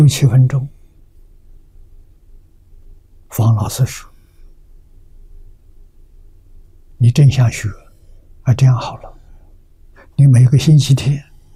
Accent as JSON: {"language": "Chinese", "town": "Lujiang", "region": "Anhui", "country": "China", "tie": "born or raised there", "said": "我家乡在庐江"}